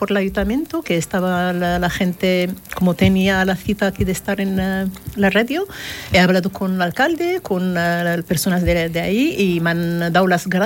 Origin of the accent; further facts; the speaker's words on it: Morocco; now in Gandía, Spain; Y no quiero que la gente me mire en esta mirada de eres marroquí. Sí, lo soy, pero soy española también